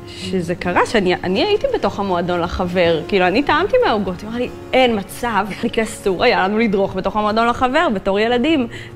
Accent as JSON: {"language": "Hebrew", "town": "Kfar Aza", "region": "Southern District", "country": "Israel", "tie": "born or raised there", "moved": "yes", "said": "כשאני הייתי כילדה בקיבוץ"}